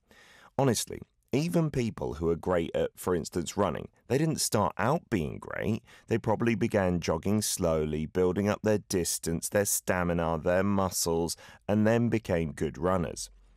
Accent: United Kingdom; the UK, my home country

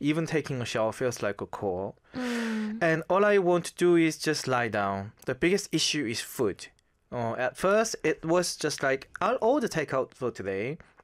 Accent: Goyang, Gyeonggi Province, South Korea; This place is called La Festa and it's in Ilsan. That's like my hometown.

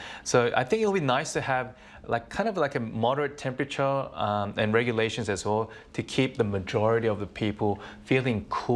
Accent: Australia; Because I'm from Australia, I can kind of withstand the heat more than others, tolerate it.

